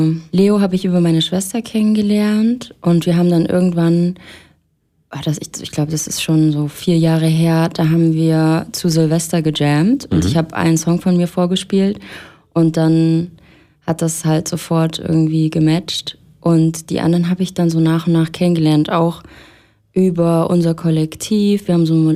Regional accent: Erfurt, Thuringia, Germany; now in Leipzig, Germany; ganz ursprünglich komme ich aus Erfurt, aber ich wohne jetzt in Leipzig.

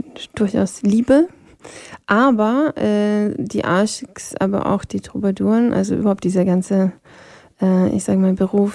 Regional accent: Vienna, Austria; born there; first language Polish; also born or lived in Istanbul; ich bin ja halb Polin, halb Tschechin von Haus aus, aber in Wien geboren.

